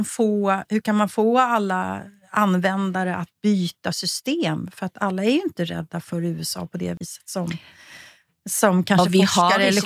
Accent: Sweden; Riksrätt, alltså som svensk så låter ju det som att man blir arkebuserad mot en vägg ungefär.

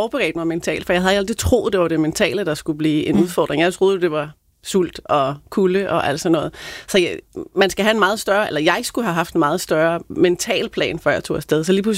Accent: Sønderborg, Region of Southern Denmark, Denmark; jeg er utrolig eksponeret i Sønderborg, hvor jeg kommer fra, fordi jeg har en butik og sådan noget.

